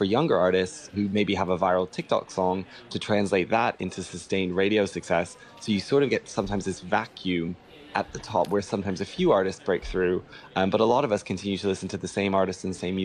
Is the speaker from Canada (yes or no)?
yes; Canada; I'm someone who I grew up in Canada. I loved following the Billboard charts.